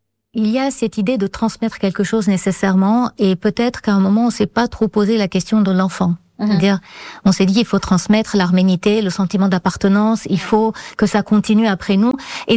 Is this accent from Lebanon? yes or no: yes; Lebanon; Je suis née et j'ai grandi au Liban.